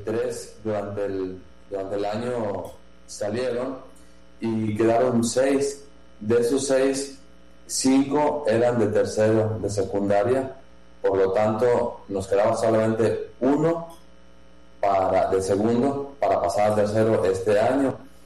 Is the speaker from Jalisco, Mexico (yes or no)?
yes; Jalisco, Mexico; now in Campeche, Mexico; Yo soy de Jalisco y mi diócesis es San Juan de los Lagos, de donde vengo.